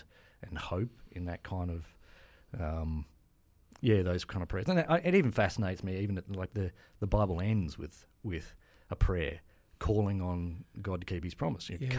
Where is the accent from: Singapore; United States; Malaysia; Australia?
Australia; Wangaratta, Victoria; born there; also born or lived in Central Coast, New South Wales; now in Gosford, Australia; I was born in Victoria, in Wangaratta.